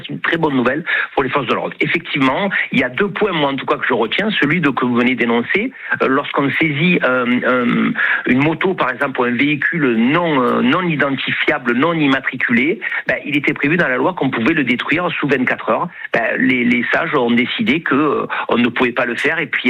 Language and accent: French; Marseille, Provence-Alpes-Côte d'Azur, France; Bien sûr, vous savez, moi je suis marseillais, je vis à Marseille et faire patrie à Marseille, ça veut dire quelque chose, quoi.